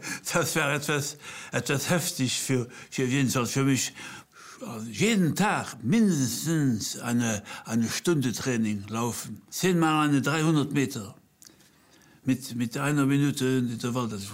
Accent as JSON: {"language": "German", "country": "Luxembourg", "said": "Ich bin ein Luxemburger Patriot. Meine Heimat ist Luxemburg. Ich bin kein Deutscher, ich bin kein Franzose, ich bin Luxemburger."}